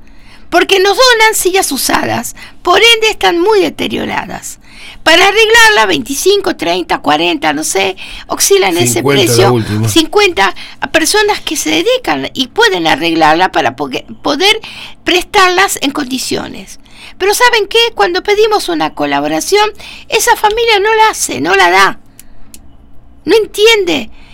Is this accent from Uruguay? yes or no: no; Argentina